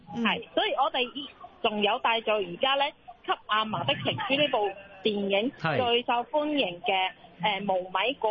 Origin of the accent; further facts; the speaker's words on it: Shantou, Guangdong, China; 我们是汕头人